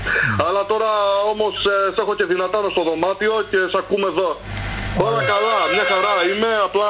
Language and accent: Greek; Kalamaria, Central Macedonia, Greece; Ένα τρελό 32χρονο αγόρι … από Καλαμαριά.